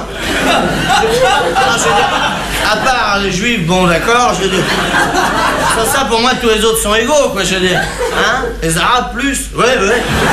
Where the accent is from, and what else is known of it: France